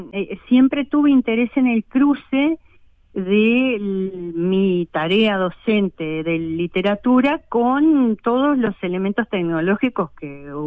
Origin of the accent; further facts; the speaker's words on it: Rocha, Uruguay; now in Minas de Corrales, Uruguay; Porque originalmente vine de Rocha para acá para estudiar justamente.